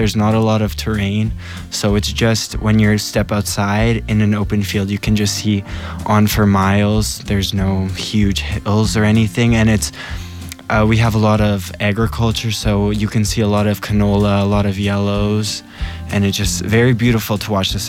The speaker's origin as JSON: {"language": "Slovenian", "country": "Canada", "also_born_or_lived": "Ljubljana", "said": "jaz sem iz Kanade, pa jaz sem 18 let."}